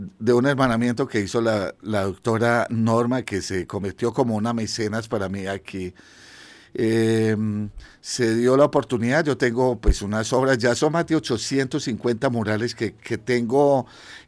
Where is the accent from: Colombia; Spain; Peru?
Colombia; now in Mexico; nos pasó a nosotros en Colombia